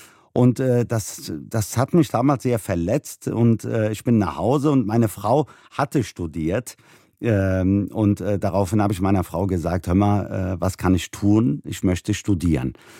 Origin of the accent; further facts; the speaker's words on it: Germany; wenn ich gefragt werde, wo ich herkomme, sage ich immer, ich bin Deutscher